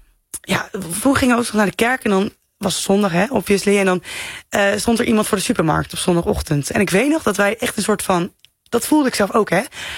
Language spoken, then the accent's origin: Dutch; Veenendaal, Utrecht, Netherlands; En ik kom uit Veenendaal en dan ben ik dus christelijk.